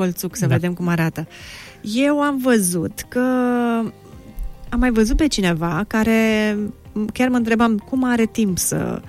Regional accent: Ialomița County, Romania; Motivul este Ialomița, pentru că provin din Ialomița și am găsit modelul acolo aproape de Slobozia.

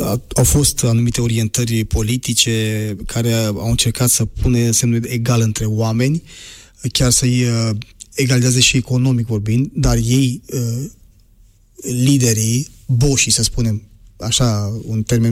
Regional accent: Romania; Și normal că noi suntem români și trebuie să ne placă cultura noastră română.

